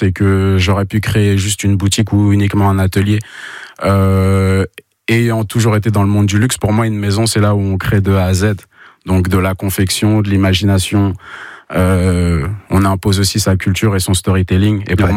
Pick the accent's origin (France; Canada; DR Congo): France; Saint-Ouen, Île-de-France; moved away as an adult; also born or lived in Aix-en-Provence; now in Mayenne, France; j'ai grandi à Paris, exactement à Saint-Ouen, pour vous situer un peu là où se trouvent les puces de Clignancourt.